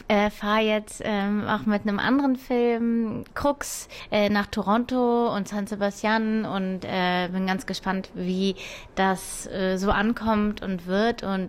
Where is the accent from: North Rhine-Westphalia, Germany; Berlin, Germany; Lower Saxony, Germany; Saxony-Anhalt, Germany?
Berlin, Germany; ich bin auch eine Berlinerin